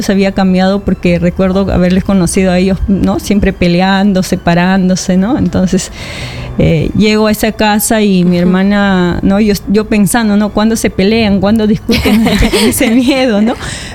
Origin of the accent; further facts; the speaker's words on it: Ayacucho, Peru; yo soy de natural de Ayacucho, uh-huh. ¿no? Natural de Ayacucho y bueno, un hogar creo que como todo en la sierra